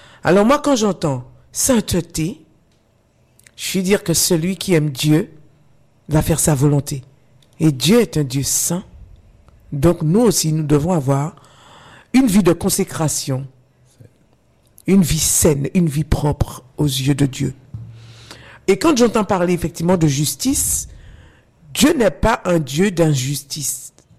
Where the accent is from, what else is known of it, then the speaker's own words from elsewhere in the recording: Guadeloupe; chez nous en Guadeloupe.